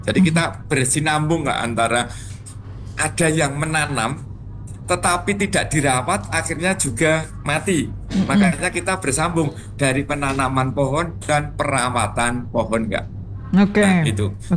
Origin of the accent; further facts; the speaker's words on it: Java, Indonesia; kalau kita orang Jawa nuntut apa nunut mulio di pohon itu, Kak.